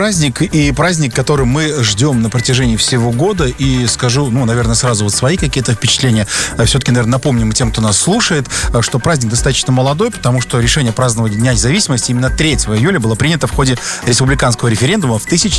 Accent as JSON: {"language": "Russian", "country": "Belarus", "said": "мы сами белорусы"}